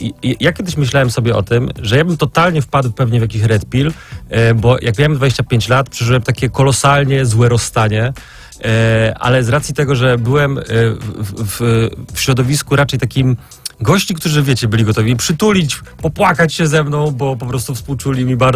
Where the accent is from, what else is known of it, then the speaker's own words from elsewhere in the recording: Wałbrzych, Lower Silesian Voivodeship, Poland; No czy teraz jestem, bo jestem z Wałbrzycha w ogóle, jestem bardzo z mniejszego miasta.